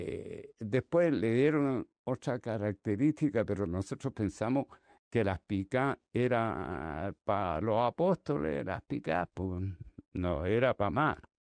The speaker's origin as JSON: {"language": "Spanish", "country": "Chile", "lives_now": "Santiago, Chile", "said": "nosotros somos urbanos, que somos de Santiago, aunque venimos, yo por lo menos vengo de provincia o de región ahora."}